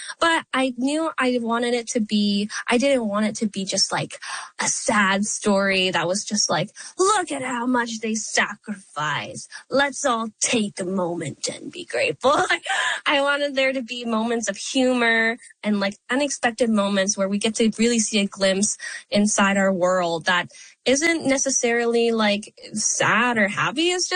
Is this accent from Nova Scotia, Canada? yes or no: yes; Halifax, Nova Scotia, Canada; I grew up here in Halifax. My parents own Star Anise, Vietnamese noodles, and I spent my entire life in this community